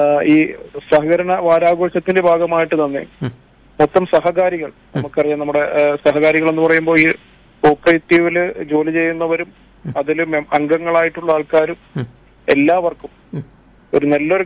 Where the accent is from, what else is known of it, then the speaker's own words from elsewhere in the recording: Kavaratti, Lakshadweep, India; ഞാൻ കവരത്തി ദ്വീപ് സ്വദേശിയാണ്.